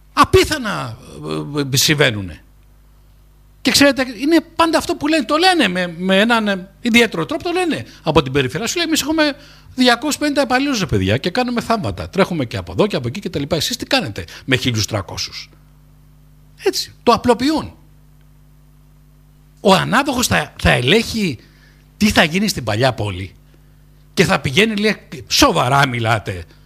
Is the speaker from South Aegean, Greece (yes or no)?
yes; Rhodes, South Aegean, Greece; Και το λέω γιατί εγώ γεννήθηκα στην Μεσσονική πόλη, μεγάλωσα στη Μεσσονική πόλη.